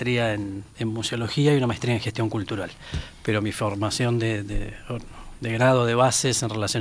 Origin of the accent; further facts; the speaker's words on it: Argentina; now in Uruguay; Ya nacionalizado, ¿no? Ya con mi ciudadanía legal, orgullosamente, así que una pata de cada lado del Río de la Plata.